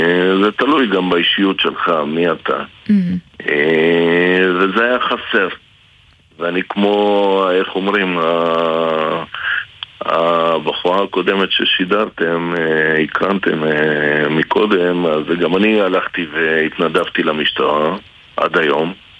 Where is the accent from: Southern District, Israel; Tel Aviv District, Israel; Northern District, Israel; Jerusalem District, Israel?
Northern District, Israel; Kiryat Shmona; moved away as an adult; now in Nahariya, Israel; אני יליד קריית שמונה, אמנם אני היום גר בנעריה